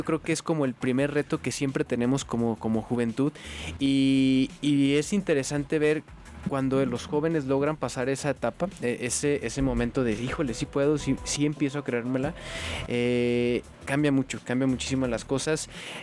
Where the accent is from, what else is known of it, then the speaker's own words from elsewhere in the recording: Zacatecas, Mexico; como buen zacatecano, me encanta mi estado, me encanta Zacatecas